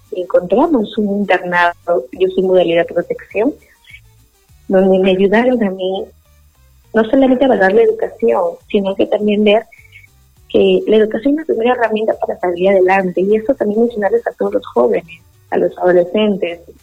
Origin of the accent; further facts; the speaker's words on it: Lima, Peru; Yo vengo de una familia de Lima